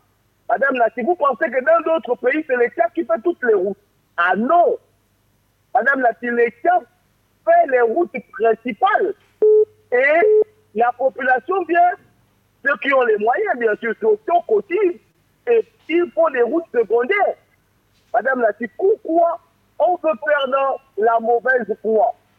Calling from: Gabon; chez nous à Gabon

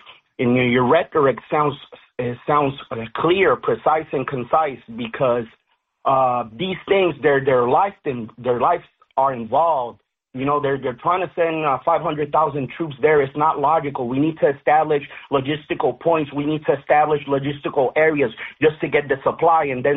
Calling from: Puerto Rico; I'm calling here from the Caribbean and from Puerto Rico

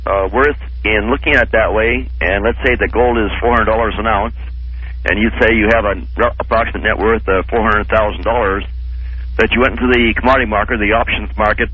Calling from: Vancouver, Washington, United States; Yes, I'm calling from Vancouver, Washington.

